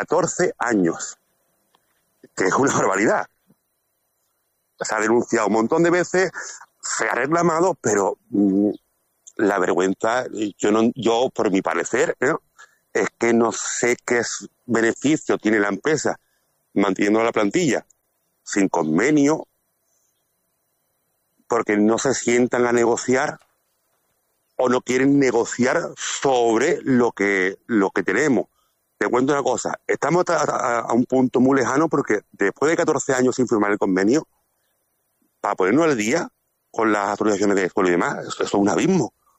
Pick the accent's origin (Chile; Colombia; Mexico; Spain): Spain; Castellar, Andalusia; somos de Castellá